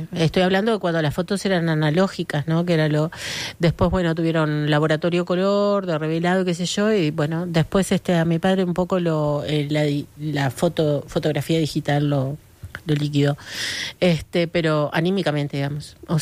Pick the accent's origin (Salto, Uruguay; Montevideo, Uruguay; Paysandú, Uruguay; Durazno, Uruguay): Paysandú, Uruguay; me crié viendo boxeo en Paysandú